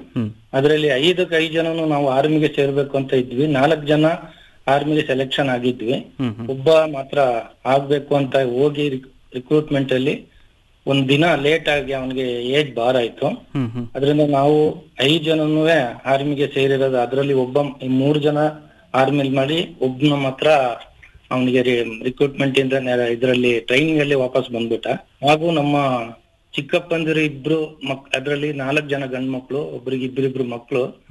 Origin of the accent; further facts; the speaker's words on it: Ayyangeri, Karnataka, India; ನಾನು ಕೊಡಗು ಜಿಲ್ಲೆ ಅಯ್ಯಂಗಿರಿ ಗ್ರಾಮ … ಜುಲೈ 15 1965ರಲ್ಲಿ ಜನಿಸಿರುತ್ತೇನೆ ಸರ್. ನಾವು 7 ಜನ ಮಕ್ಕಳಲ್ಲಿ ನಾನು ಕೊನೆಯವನು.